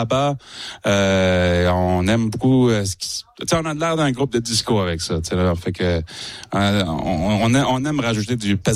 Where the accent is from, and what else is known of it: New Brunswick, Canada; accent: Acadian